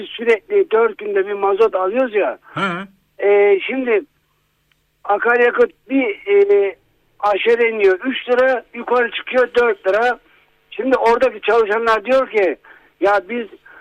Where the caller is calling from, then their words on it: Manisa, Turkey; Manisa'dan arıyorum